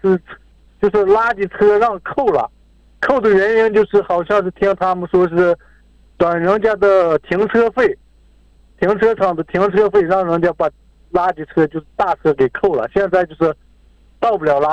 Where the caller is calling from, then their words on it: Hohhot, Inner Mongolia, China; 我就呼市的。